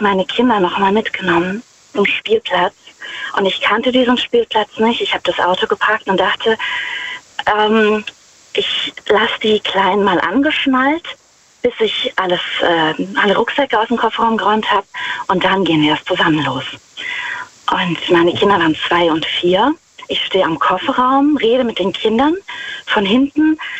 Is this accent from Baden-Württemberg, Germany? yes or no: no; Rhineland-Palatinate, Germany; Ich fahre gleich an der Abtei Himmerod vorbei. Ich bin aus der Nähe von Wittlich.